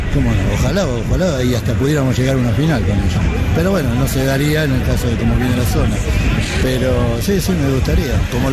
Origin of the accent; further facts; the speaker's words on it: Banfield, Buenos Aires Province, Argentina; soy de Banfield, hincha de Boca.